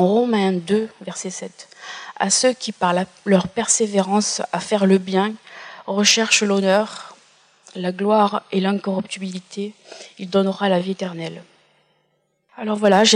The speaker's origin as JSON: {"language": "French", "town": "Marseille", "region": "Provence-Alpes-Côte d'Azur", "country": "France", "tie": "born there", "said": "J'ai 42 ans. Je suis musicienne, enseignante. Je suis née à Marseille, dans une famille non pratiquante, mais catholique par ma mère. J'ai été baptisée quand j'étais bébé, catholique, et j'ai fait ma communion."}